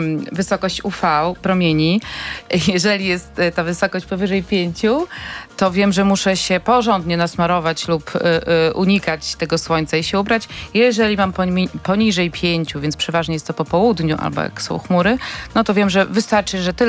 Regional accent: Augustów, Podlaskie Voivodeship, Poland; jestem z Augustowa.

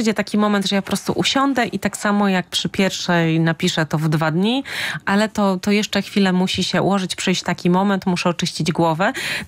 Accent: Szczecin, West Pomeranian Voivodeship, Poland; born there; jako szczecinianki z urodzenia i z wyboru

